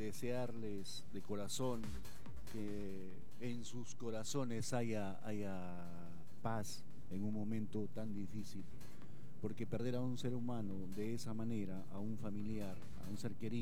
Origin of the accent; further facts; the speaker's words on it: Piura, Peru; Me siento triste como piurano